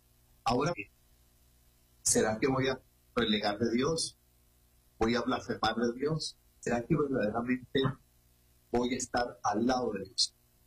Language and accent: Spanish; Caracas, Capital District, Venezuela; Sí, yo soy caraqueño, ¿sí? Soy caraqueño, tengo toda mi familia en La Vega, en Caracas, tengo en el Táchira, ya casi voy a cumplir dentro de un año y tanto. Voy a cumplir 25 años aquí en el Táchira.